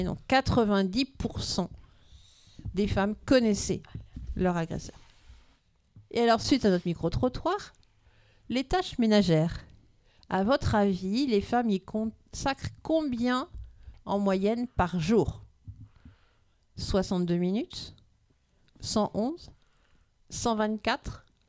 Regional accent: France; Et du coup, chez nous, en France, à votre avis ?

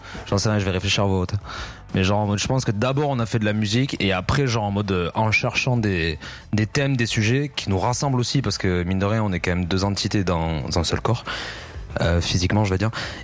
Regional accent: Rodez, Occitanie, France; moved away as an adult; now in Toulouse, France; nous, on est de Rodez

